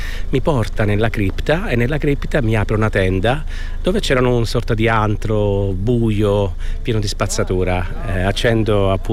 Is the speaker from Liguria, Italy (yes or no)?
no; Calabria, Italy; sono calabrese